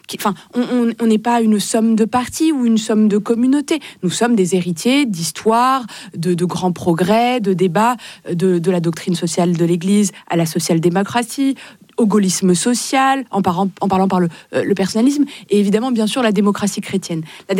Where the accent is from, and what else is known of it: Morocco; born or raised there; now in France